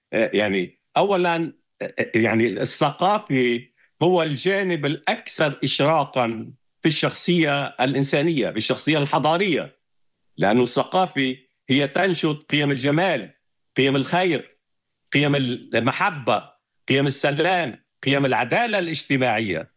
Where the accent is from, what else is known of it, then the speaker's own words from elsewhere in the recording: Lebanon; moved away as an adult; now in Russia; أنا مثلا على سبيل الافتراض بلبنان، عندما كنت لبنان قبل أن أترك لبنان وأنتقل نهائيا لروسيا، أنا مواطن روسي لبناني، أسست البيت اللبناني الروسي